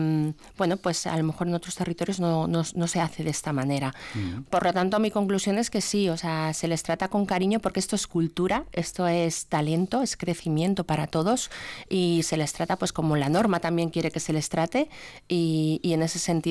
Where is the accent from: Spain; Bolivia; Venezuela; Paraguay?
Spain; Madrid, Community of Madrid; Yo soy de Madrid, llevo aquí mucho tiempo